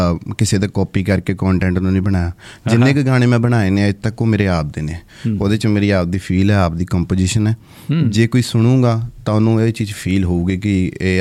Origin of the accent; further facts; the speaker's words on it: Amritsar, Punjab, India; moved away; ਮੈਂ ਅੰਮ੍ਰਿਤਸਰ ਤੋਂ, ਜਗਾਵਾਂ ਪਿੰਡ ਹੈ ਜੀ ਮੇਰਾ, ਲੋਕ ਜਗਾਵਾਂ